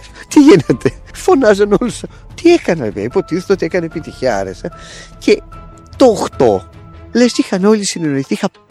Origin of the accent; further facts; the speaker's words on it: Thermo, West Greece, Greece; born there; moved away as an adult; now in Athens, Greece; εγώ το 1981, τελειώνοντας το Λύκειο, ήρθα από το Θέρμο στην Αθήνα